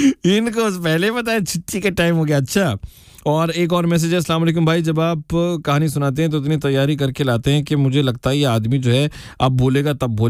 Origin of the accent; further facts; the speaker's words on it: Mumbai, Maharashtra, India; मैं मुंबई से हूँ.